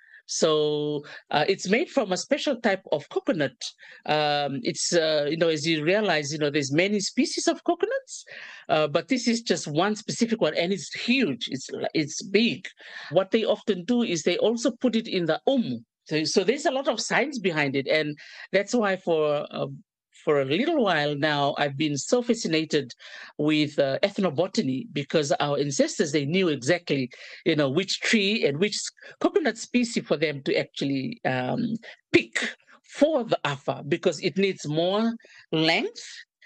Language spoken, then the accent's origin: English; Suva, Central Division, Fiji; And even though I was born and raised in Suva, my parents always take us to the island, you know, at the end of the year during the school holidays to visit my grandfather